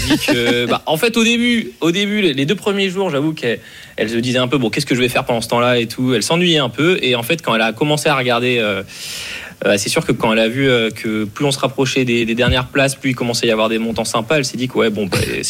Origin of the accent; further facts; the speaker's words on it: Brittany, France; je viens de la même région, je suis breton aussi.